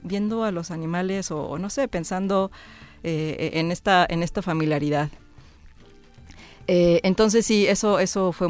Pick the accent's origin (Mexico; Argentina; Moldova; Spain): Mexico; Mexico City; Yo soy de la Ciudad de México, entonces tenemos lamentablemente, no son tan terribles, una relación con las cucarachas